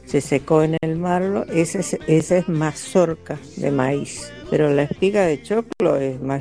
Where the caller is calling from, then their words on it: Rafael Castillo, Buenos Aires Province, Argentina; de Rafael Castillo.